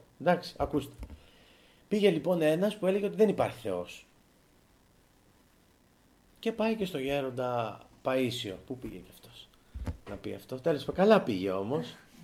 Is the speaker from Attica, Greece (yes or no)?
yes; Attica, Greece; born there; Θα σας πω κάτι από από την πατρίδα μου. Υπάρχει μια περιοχή, ένας δρόμος που ενώνει τα Μέγαρα με την Μάνδρα, την Ελευσίνα